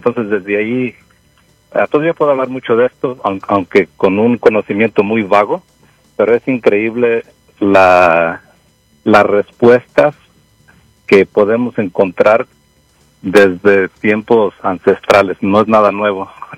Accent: Jalisco, Mexico; moved away; ahí era la parte más alta de los Altos de Jalisco, donde yo crecí

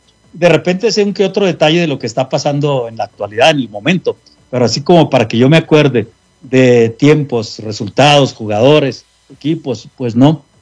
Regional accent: Mexico; siento como mexicano

